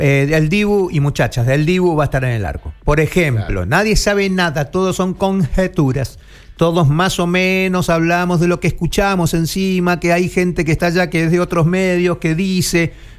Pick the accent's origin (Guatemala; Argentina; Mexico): Argentina